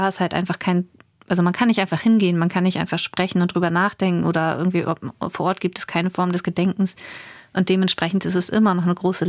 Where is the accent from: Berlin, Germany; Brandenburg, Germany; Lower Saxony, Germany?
Lower Saxony, Germany; Oldenburg; moved away; meine eigene Erinnerung zu meiner Kindheit und Jugend in Oldenburg